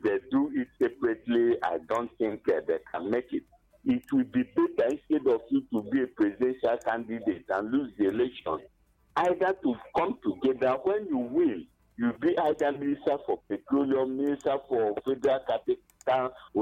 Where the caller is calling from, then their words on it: Enugu State, Nigeria; I'm calling from Abani Kenugu.